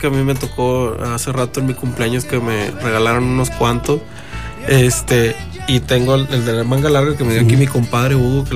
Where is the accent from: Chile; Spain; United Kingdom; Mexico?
Mexico